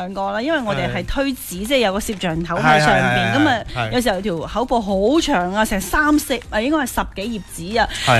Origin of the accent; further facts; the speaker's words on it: Jiangxi, China; moved away; 翻趟家乡，即系我家乡江西啊嘛。